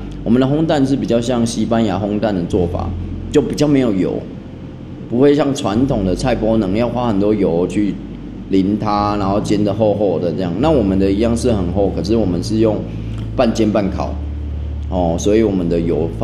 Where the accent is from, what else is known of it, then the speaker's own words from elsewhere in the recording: southern Taiwan, Taiwan; 因为我们是南部人，